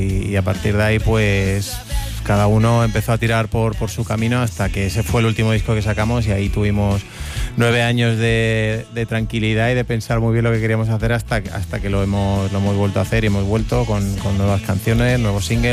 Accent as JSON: {"language": "Spanish", "town": "Cádiz", "region": "Andalusia", "country": "Spain", "tie": "born or raised there", "moved": "yes", "said": "yo desde que salí de mi casa de Cádiz, siempre he estado rodeado de música"}